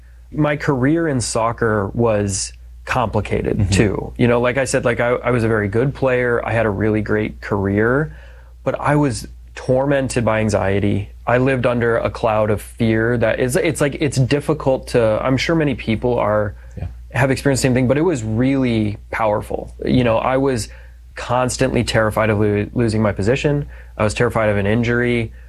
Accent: United States; I'm such an American.

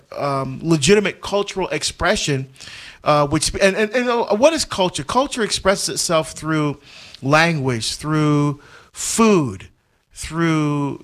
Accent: Barbados; I'm from Barbados.

